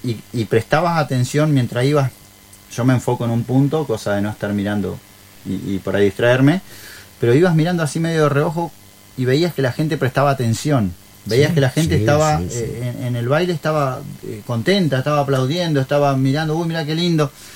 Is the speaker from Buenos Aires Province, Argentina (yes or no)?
no; Valle María, Entre Ríos, Argentina; Todos somos acá de Valle María. Salvo Jessica, pero ya Jessica ya es de Valle María, claro, también.